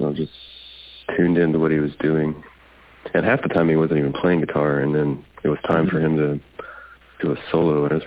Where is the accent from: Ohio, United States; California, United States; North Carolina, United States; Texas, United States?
Texas, United States; Austin; born there; I was born at St. David's in Austin.